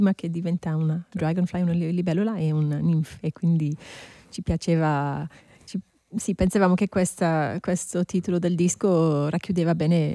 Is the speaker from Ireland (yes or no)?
yes; Ireland; Italian is a second language; moved away; io sono stata cresciuta in Irlanda con la musica folk